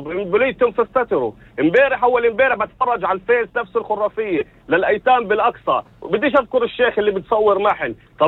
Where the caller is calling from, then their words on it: Northern District, Israel; بحكي معك مستوى من الشمال.